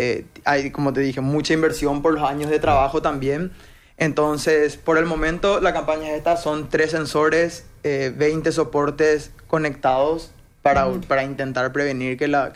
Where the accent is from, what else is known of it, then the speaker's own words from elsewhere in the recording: Paraguay; como paraguayos tratamos de cuidarnos un poco entre todos.